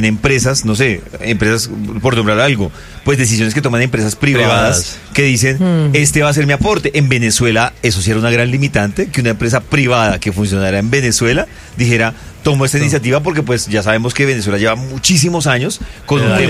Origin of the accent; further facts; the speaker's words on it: Colombia; lo que pasa es que uno como colombiano, uno lo termina viendo focalizado en Colombia.